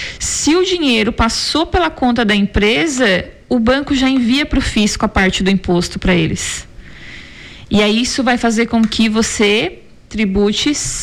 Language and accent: Portuguese; Brazil; A gente é brasileiro.